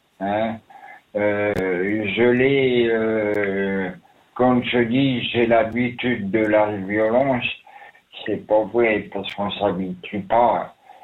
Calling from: Lucelle, Jura, Switzerland; Moi? Ben, j'appelle de Lucel.

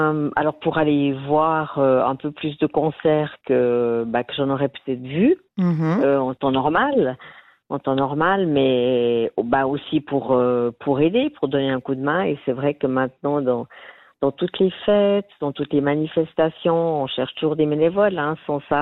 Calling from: Yverdon-les-Bains, Vaud, Switzerland; j'appelle du Nord Vaudois, à Yverdon, les Bains.

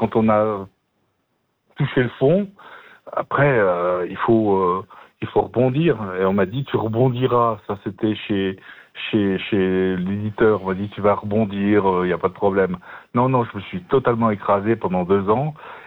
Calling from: Châtel-Saint-Denis, Fribourg, Switzerland; Quand j'avais déménagé à Châtel

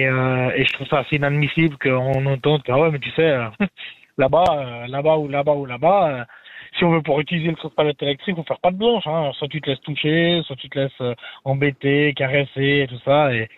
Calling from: Romandy, Switzerland; là je suis dans la Suisse romande.

